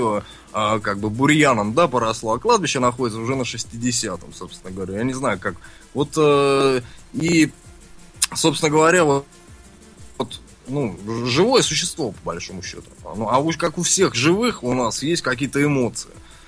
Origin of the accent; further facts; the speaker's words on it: Krasnogorsk, Moscow Oblast, Russia; born there; И сказать, что я из Красногорска, ну, родился, да, наверное.